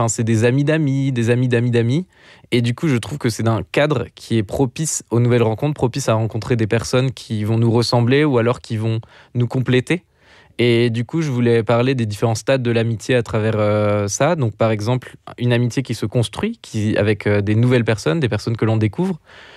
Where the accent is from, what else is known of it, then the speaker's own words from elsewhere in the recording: France; Je suis français